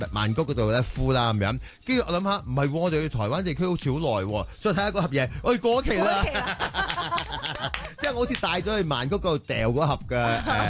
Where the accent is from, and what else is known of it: Hong Kong